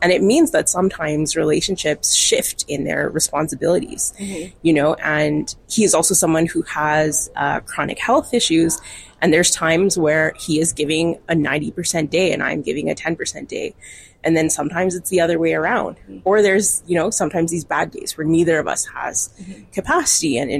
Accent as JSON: {"language": "English", "country": "Canada", "said": "I'm a Canadian slam champion."}